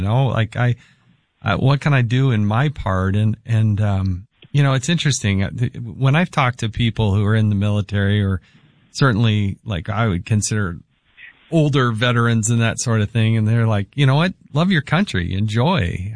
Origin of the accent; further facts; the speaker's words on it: Utah, United States; I'm from Utah.